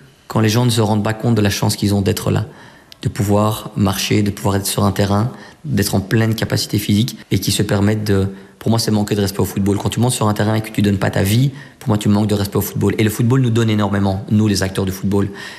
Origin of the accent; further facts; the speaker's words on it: Belgium; Ouais, parce que Belgique, c'est mon pays. J'y suis né, j'ai vécu toute ma vie. Je suis belge, 100%. Mais mes origines sont espagnoles et italiennes.